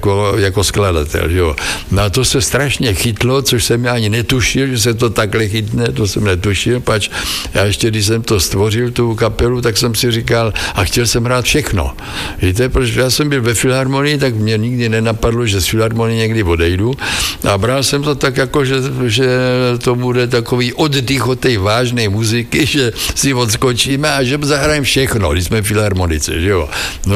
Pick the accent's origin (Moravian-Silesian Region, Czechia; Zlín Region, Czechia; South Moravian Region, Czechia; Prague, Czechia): South Moravian Region, Czechia; Kyjov; až pocházím tam od Kyjova, to je Slovácko